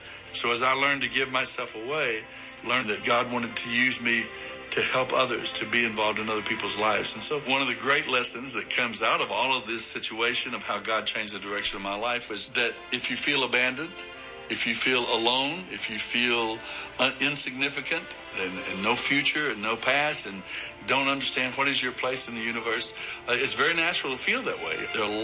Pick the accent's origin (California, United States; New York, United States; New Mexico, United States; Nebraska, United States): New Mexico, United States; I'm Native American, full-blooded Apache, Mescalero Apache from the reservation down in southern New Mexico.